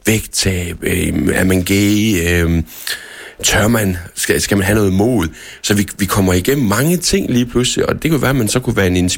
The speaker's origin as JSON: {"language": "Danish", "town": "Randers", "region": "Central Denmark Region", "country": "Denmark", "tie": "born or raised there", "said": "Jeg er Randers-dreng."}